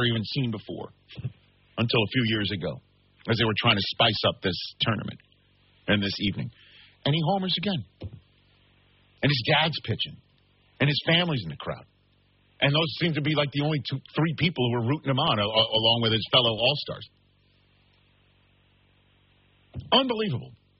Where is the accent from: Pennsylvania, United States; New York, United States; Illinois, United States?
New York, United States; New York City; Yeah, I'm from New York City.